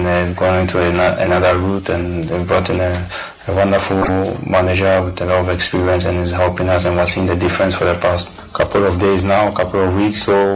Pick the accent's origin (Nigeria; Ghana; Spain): Ghana; And I know Ghanaians, I know the country the way we are, because I'm Ghanaian